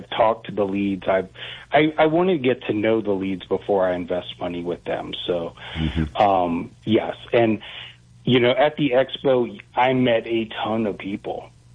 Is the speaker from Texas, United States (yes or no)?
yes; Houston, Texas, United States; moved away as an adult; Originally, I grew up in Houston. I spent the first 18 years of my life in Houston, and, you know, as soon as I could, I got out of there.